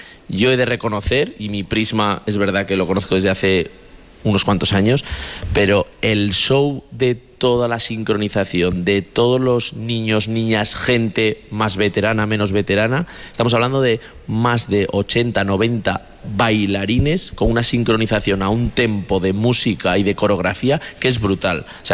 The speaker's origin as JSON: {"language": "Spanish", "town": "Alfaro", "region": "La Rioja", "country": "Spain"}